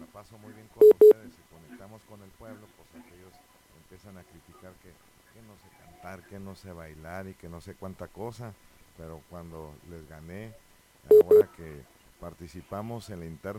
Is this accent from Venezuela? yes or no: no; Ensenada, Baja California, Mexico; Que cuando mencionamos que somos de Baja California y de Ensenada